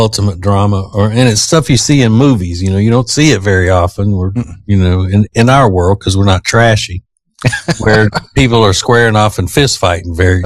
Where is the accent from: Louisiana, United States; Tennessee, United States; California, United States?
Louisiana, United States; I know I'm from Louisiana.